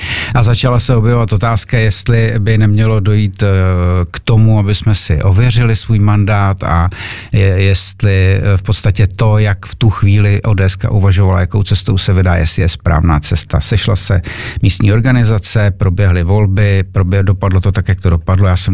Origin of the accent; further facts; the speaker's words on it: Mladá Boleslav, Central Bohemian Region, Czechia; born there; Boleslav je moje rodné město. Já tady mám rodinu, vychoval jsem tady dvě děti, žiju tady s manželkou